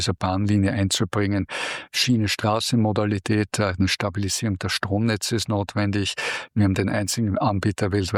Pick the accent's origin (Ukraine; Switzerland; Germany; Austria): Austria; Wir Österreicher sind bekannt, wir gehen keine Zukunftswetten ein wie andere Länder.